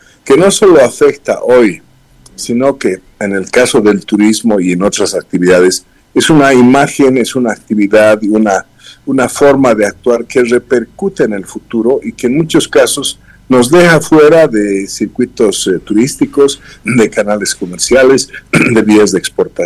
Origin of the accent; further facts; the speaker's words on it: Bolivia; porque sería una forma como de una vez por todos pudiéramos ser capaces como bolivianos, en forma dialogada, participativa, legal